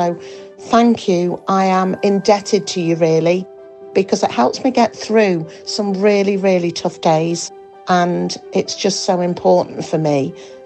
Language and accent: English; Leeds, Yorkshire and the Humber, United Kingdom; from Leeds.